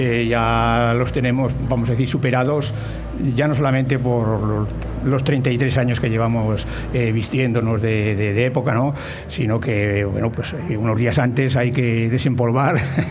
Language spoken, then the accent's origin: Spanish; Fermoselle, Castile and León, Spain; now in Tordesillas, Spain; y es que yo soy de Fermoselle.